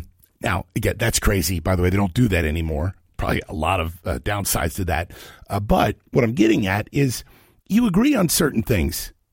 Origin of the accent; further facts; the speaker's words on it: Ohio, United States; When I grew up in Ohio